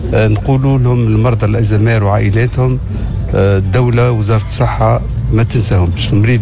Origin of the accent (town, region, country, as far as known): Tunisia